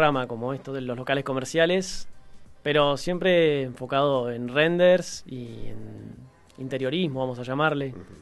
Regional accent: Bahía Blanca, Buenos Aires Province, Argentina; Sí, soy de Bahía, tengo familia en Pigüey y Saavedra, pero soy oriundo de acá de Bahía.

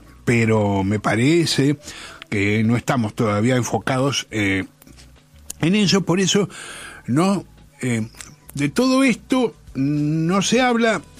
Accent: Buenos Aires, Argentina; Yo soy del barrio de Montserrat, del barrio del Mondongo.

